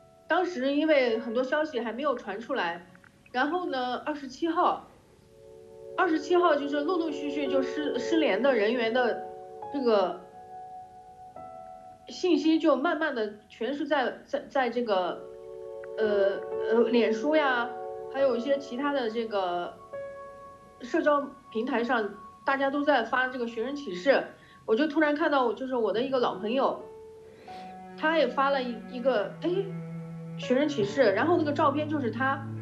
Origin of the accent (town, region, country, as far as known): China